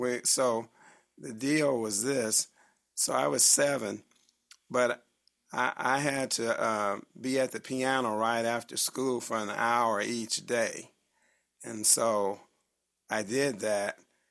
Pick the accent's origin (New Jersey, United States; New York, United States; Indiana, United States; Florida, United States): Indiana, United States; Gary; I was born and raised in Gary, Indiana, and I went to Frable High School, Pulaski Middle School, and elementary school, and Frable High School, graduated from there here in Gary